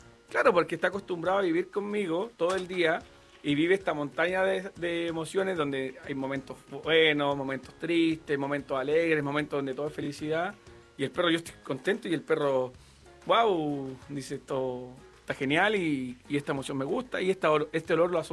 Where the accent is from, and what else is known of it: Cunco, Araucanía, Chile; born or raised there